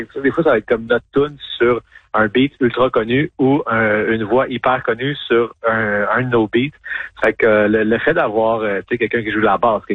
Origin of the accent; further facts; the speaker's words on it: Sherbrooke, Quebec, Canada; first language French; on a grandi en chambre à Sherbrooke.